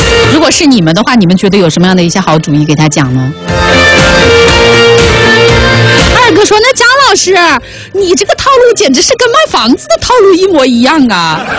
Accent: China

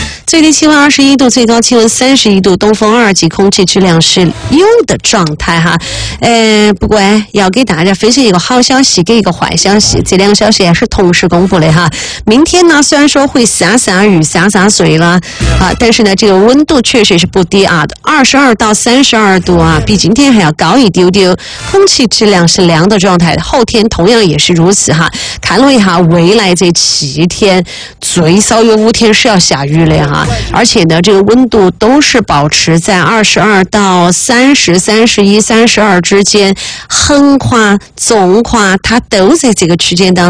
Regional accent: Sichuan, China; 我们四川人

